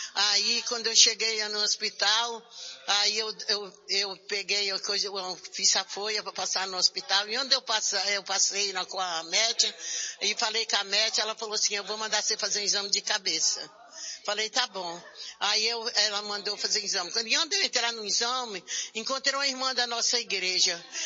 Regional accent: São Paulo, Brazil; Eu sou do Imperador.

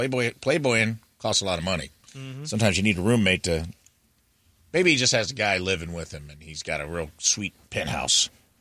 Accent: California, United States; now in ?; I'm Korean American. I take pretty good care of myself, work out, and stay in shape. I'm from the Bay Area

